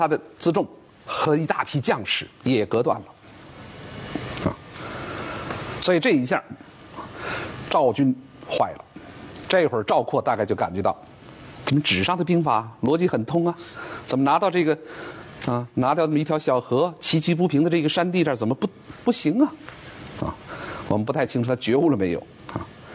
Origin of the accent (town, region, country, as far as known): Beijing, China